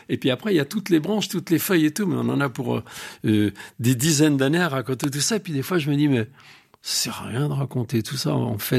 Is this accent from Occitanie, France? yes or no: no; Montmirail, Grand Est, France; je viens de Montmirail, dans la Marne. Mon père réparait des postes de télévision.